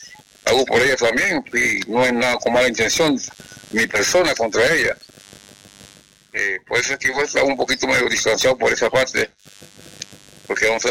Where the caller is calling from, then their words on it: Panamá, Panama; De Alcaldía, Panamá Norte.